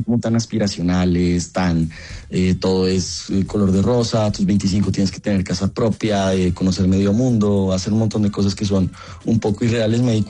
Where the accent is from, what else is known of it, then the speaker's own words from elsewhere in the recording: Colombia; de uno diciendo hola, soy de Colombia, esto es lo que traigo, esto es de este es el lugar de donde vengo, así somos